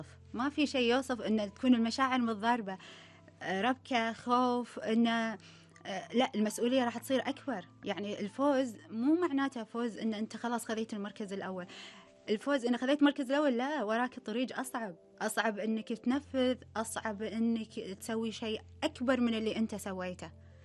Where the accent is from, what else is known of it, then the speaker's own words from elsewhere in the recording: Kuwait; للأرض اللي أنا فيها، يعني الكويت